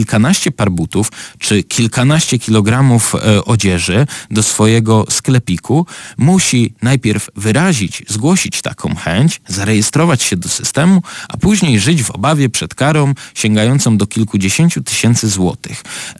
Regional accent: Opole Voivodeship, Poland; u nas na Opolszczyźnie

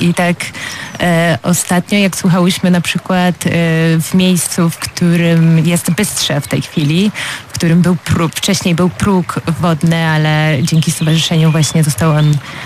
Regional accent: Polish coast, Poland; Ja jestem z nadmorza.

